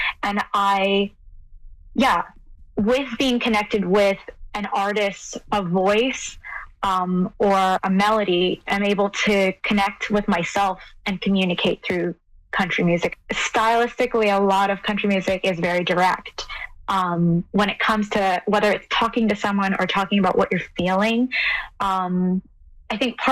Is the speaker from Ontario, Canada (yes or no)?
yes; Guelph, Ontario, Canada; Well, I grew up in Guelph, Ontario, and my cousins lived down the street and my grandmother lived down the street.